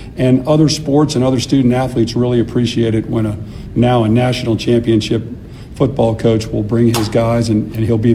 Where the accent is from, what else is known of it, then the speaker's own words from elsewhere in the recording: Rye, New York, United States; moved away as an adult; growing up in Rye, New York, and coming to Georgia as a walk-on